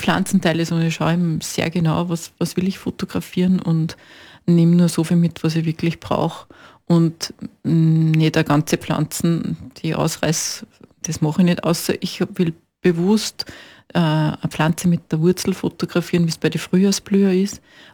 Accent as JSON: {"language": "German", "region": "Upper Austria", "country": "Austria", "said": "Ich komme aus der Nähe von Wels, Oberösterreich"}